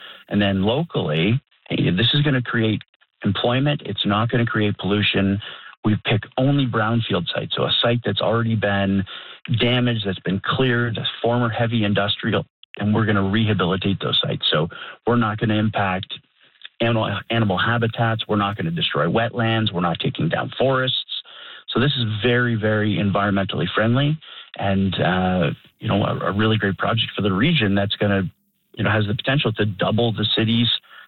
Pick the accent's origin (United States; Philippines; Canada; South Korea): Canada; New Brunswick; I grew up in Brunswick. This is my friends and family live here.